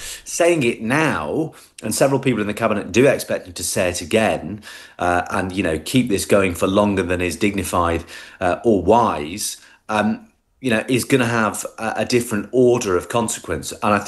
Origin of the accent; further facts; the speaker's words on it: Southport, North West England, United Kingdom; It's a proud day for our town.